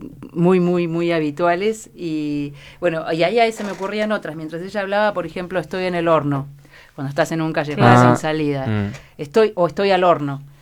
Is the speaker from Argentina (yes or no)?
yes; Argentina; nosotros como argentinos